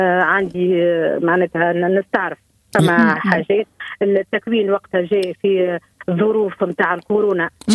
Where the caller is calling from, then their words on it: Tunis, Tunis Governorate, Tunisia; أنا ساكنة في تونس العاصمة.